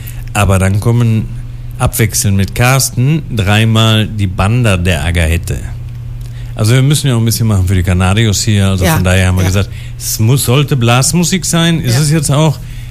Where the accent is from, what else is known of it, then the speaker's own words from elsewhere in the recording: Germany; Weil die Kassen sind die Kassen. Da sind wir Deutsche, glaube ich.